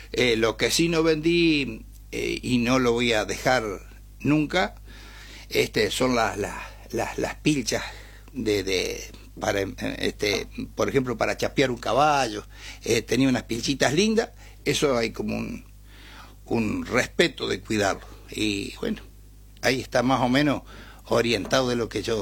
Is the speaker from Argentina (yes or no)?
yes; Maciel, Santa Fe, Argentina; Yo nazco en Maciel, zona campo. Ajá. Campo. Y me fui criando justamente en este ambiente